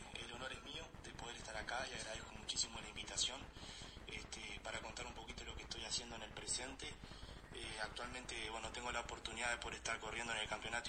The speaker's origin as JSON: {"language": "Spanish", "region": "Salta", "country": "Argentina", "moved": "yes", "said": "sabiendo que soy salteño"}